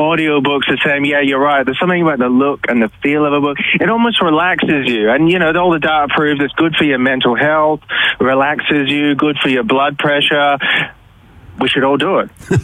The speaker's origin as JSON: {"language": "English", "region": "Scotland", "country": "United Kingdom", "said": "I'm from Scotland originally, so I write a lot about the migrant experience."}